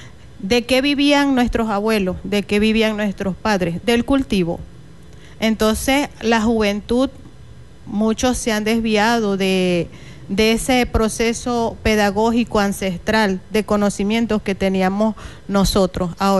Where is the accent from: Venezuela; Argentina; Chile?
Venezuela; Somos venezolanos con todos los mismos derechos y deberes establecidos en la Constitución.